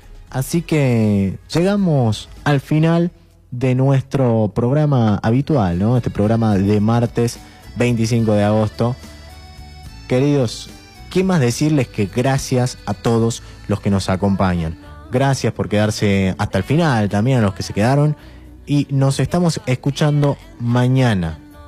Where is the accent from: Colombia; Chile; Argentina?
Argentina; La Rioja; somos usuarios de Edelar, todos los riojanos.